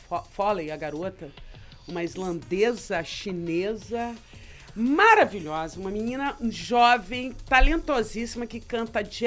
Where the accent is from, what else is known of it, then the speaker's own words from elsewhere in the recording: Brazil; accent: Brazilian; os brasileiros cantando com o nosso sotaque